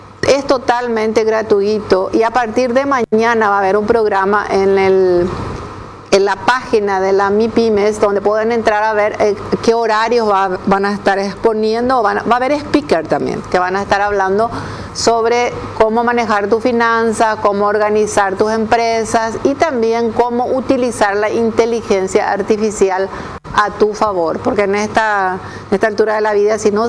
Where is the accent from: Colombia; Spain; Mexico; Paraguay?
Paraguay; Minga Guazú, Alto Paraná; nosotros que somos de allí, de Mingaguazú, sabemos que la tierra es bastante roja y eso nos caracteriza bastante a nosotros, los del Alto Paraná.